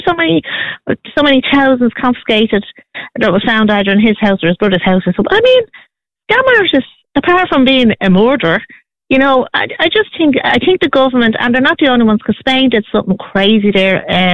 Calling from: Ireland

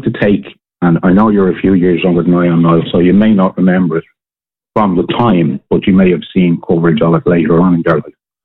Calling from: Ireland; because I'm Irish

